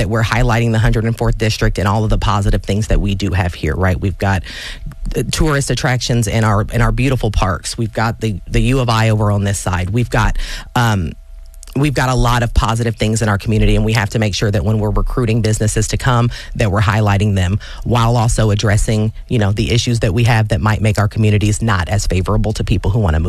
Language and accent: English; Danville, United States; I'm born and raised in Danville, so I was new to this community.